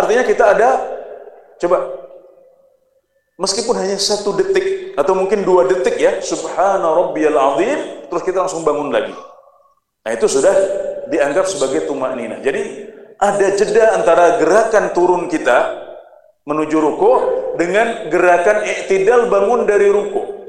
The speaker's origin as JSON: {"language": "Indonesian", "town": "Klaten", "region": "Central Java", "country": "Indonesia", "tie": "born or raised there", "said": "kalau saya karena di Jawa Tengah, kalau di daerah saya di Klaten dulu, kami pesolatan waktu kecil diajarinya"}